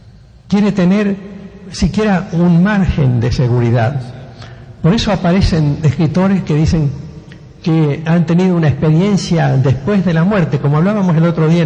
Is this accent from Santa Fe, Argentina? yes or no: yes; Rosario, Santa Fe, Argentina; los que me conocen como rosarino de toda la vida